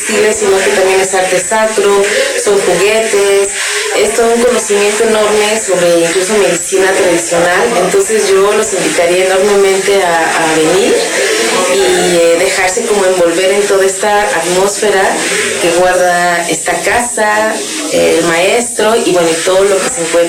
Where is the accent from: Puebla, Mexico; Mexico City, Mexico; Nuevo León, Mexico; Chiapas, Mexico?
Chiapas, Mexico; San Cristóbal de las Casas; las personas que somos de San Cristóbal